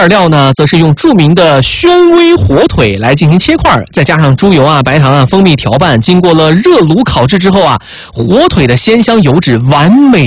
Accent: Sichuan, China; 作为咱们四川人的这个好这一口的人来说啊

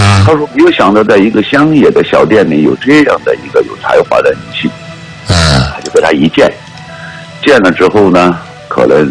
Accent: Sichuan, China; 我们四川人可能对他没有一个是不知道

